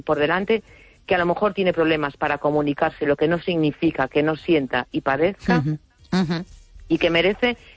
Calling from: A Coruña, Galicia, Spain; de La Coruña.

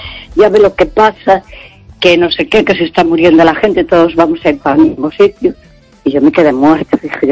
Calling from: Santiago de Compostela, Galicia, Spain; de Santiago, bien, gracias.

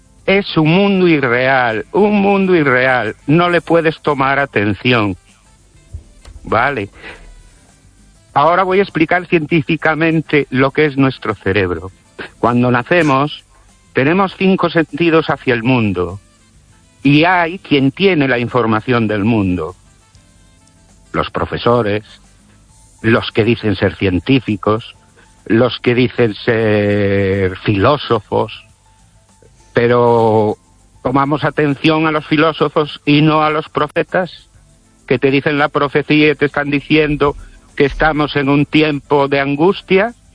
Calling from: Ourense, Galicia, Spain

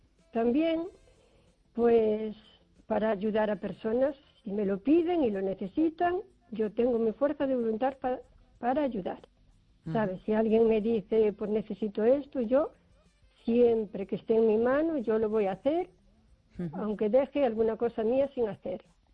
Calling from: Carballiño, Galicia, Spain; de Carballiño

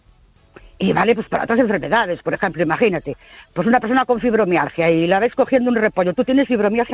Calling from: Ourense, Galicia, Spain; Buenas noches … de Orense.

